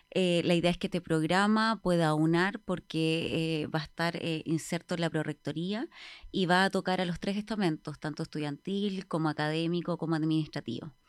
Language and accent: Spanish; Valparaíso, Chile; moved away as an adult; now in southern Chile; Bueno, yo soy de Valparaíso. Nacida y criada en Valparaíso y después de la pandemia yo me vine al sur de aventura con ese sueño nortino me vine a buscar nuevos horizontes al